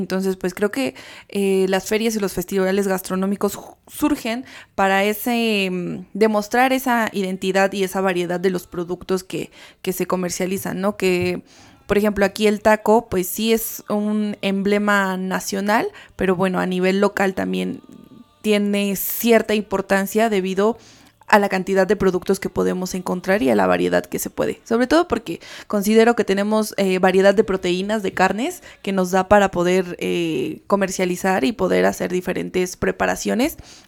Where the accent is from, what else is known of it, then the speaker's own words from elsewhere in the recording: Mexico; Y incluso como mexicana, ¿no?